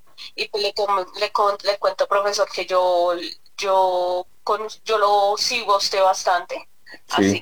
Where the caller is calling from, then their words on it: Boyacá, Colombia; Lo estoy llamando desde Carabobo, Boyacá.